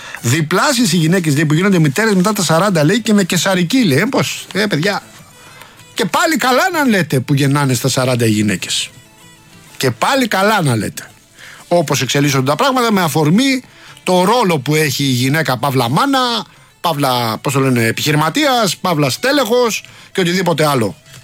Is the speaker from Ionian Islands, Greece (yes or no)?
no; Rafina, Attica, Greece; θα πάμε στη Ραφίνα αργότερα, την πατρίδα μου